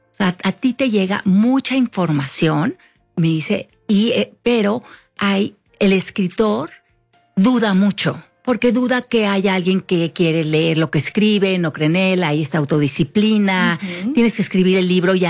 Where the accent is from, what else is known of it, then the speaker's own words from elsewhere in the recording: Mexico; pues no es tan obvio para nosotros a veces como mexicanos